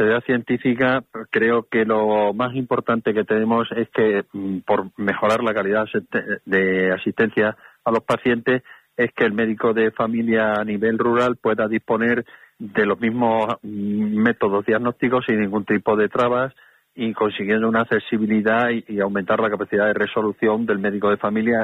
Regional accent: Extremadura, Spain; yo soy extremeño y ocurre lo mismo, ¿no?

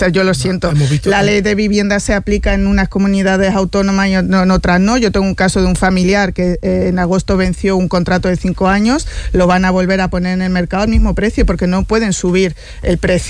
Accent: Torremolinos, Andalusia, Spain; si estás pleiteando en juzgados de la Costa del Sol, yo que soy de Torremolinos

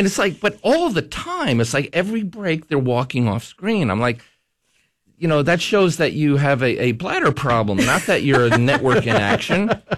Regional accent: Kentucky, United States; born there; my home state here

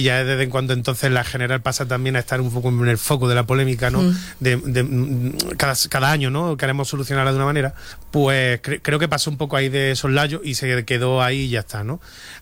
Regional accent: Úbeda, Andalusia, Spain; para nosotros Úbeda es el centro del universo, pero si nosotros vemos un mapa de Andalucía, Úbeda está en el rincón último, allí somos casi murcianos.

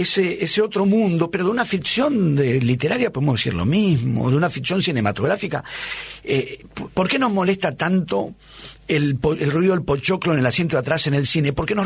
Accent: Buenos Aires, Argentina; born there; Defensores de Belgrano también, porque yo soy de ese barrio.

